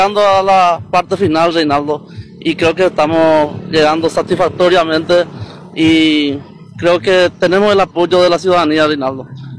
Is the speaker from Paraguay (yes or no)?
yes; Pacheco, Paraguarí, Paraguay; Yo soy oriundo de Pacheco.